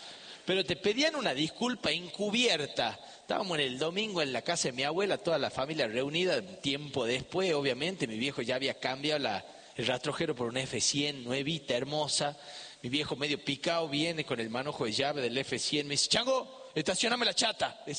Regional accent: Famaillá, Tucumán, Argentina; igual me dieron el carnet de manejo en la dirección de tránsito de la municipalidad de Famaillá, en mi pueblo natal

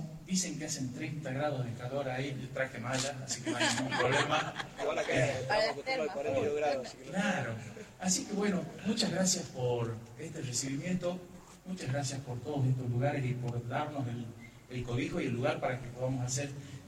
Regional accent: Salta, Argentina; Yo vengo de Salta, que también tiene muchos lugares hermosos y que también tiene esta cultura del canto y de todas estas cosas.

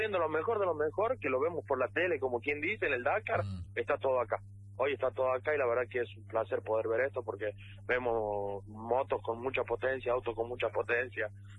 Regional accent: La Rioja, Argentina; Sí, somos de La Rioja. Trabajamos Radio La Torre, allá en La Rioja.

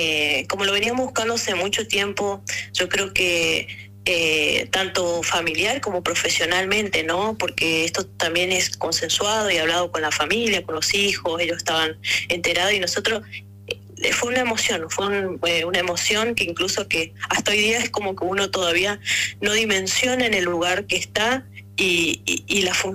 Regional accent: Formosa, Argentina; born there; moved away as an adult; also born or lived in Chaco; now in Río Grande, Argentina; Porque ambos nacimos en la provincia de Formosa.

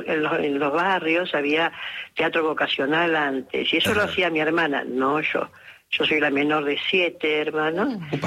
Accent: Villa Ballester, Buenos Aires Province, Argentina; born there; Tengo cara de provincia argentina, pero tengo cara de galleguita porque mi mamá es galleguita. Yo nací en Buenos Aires.

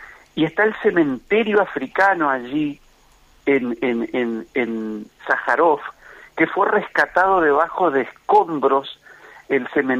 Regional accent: Entre Ríos, Argentina

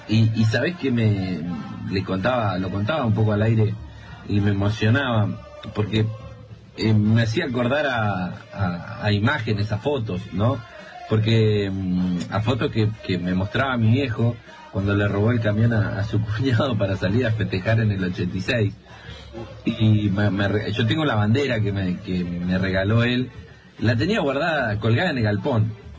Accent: Argentina; para los que somos argentinos y futboleros

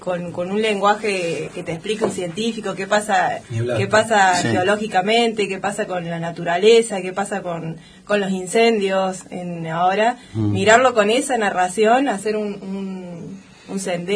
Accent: La Rioja, Argentina; moved away as an adult; also born or lived in Córdoba, Argentina; Yo soy riojana, me fui a estudiar a Córdoba a turismo.

